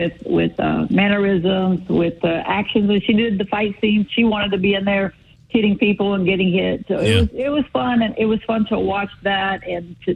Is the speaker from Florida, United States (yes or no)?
no; West Virginia, United States; I'm from West Virginia, and boxing is really not a big deal in my state.